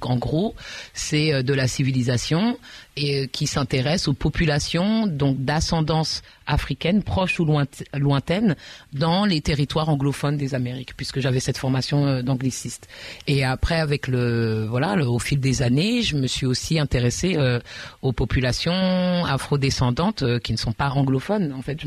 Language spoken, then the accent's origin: French; Paris, Île-de-France, France; moi je suis parisienne